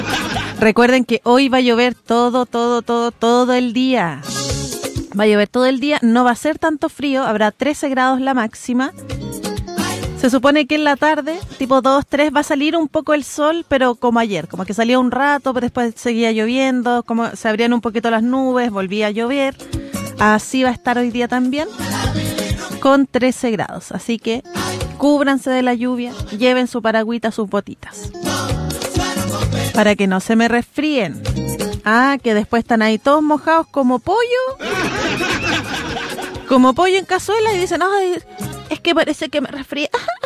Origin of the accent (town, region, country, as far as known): Chile